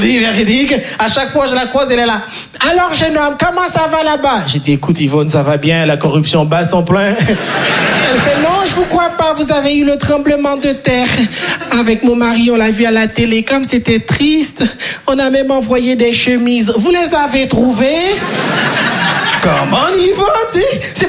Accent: Haiti; Moi, je viens de Haïti.

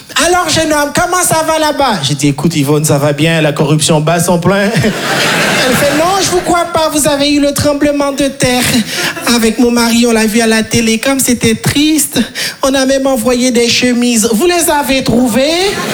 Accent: Haiti

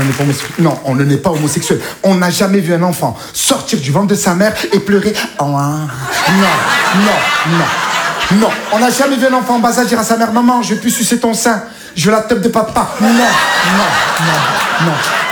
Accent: Marseille, Provence-Alpes-Côte d'Azur, France; accent: Marseille accent; now in Paris, France; Je viens de Marseille.

